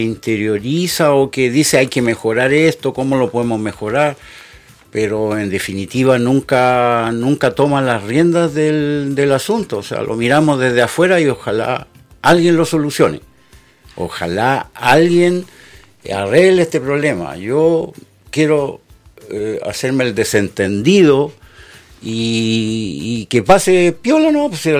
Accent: Puerto Montt, Los Lagos, Chile; Puerto Montt, por ejemplo, yo originariamente vine desde Puerto Montt, y Puerto Montt, igual cuando yo vivía allá, no era tan grande, tenía 100.000 habitantes.

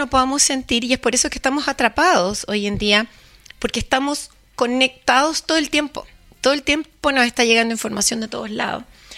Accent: Chile; la sociedad internalizante que somos los chilenos. Somos para adentro.

